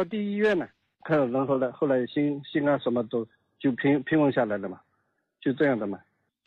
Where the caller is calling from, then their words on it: Ningbo, Zhejiang, China; 我是奉化的。